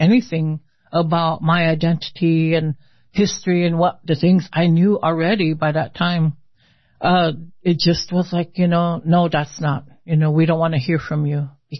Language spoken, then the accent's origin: English; Lincoln, Nebraska, United States; I was born in Lincoln, Nebraska, and I would say from 0 to 5, I was pretty much immersed in Omaha culture. And so when my family first moved to Lincoln, it was for jobs. You know, my grandparents were living there when I was born.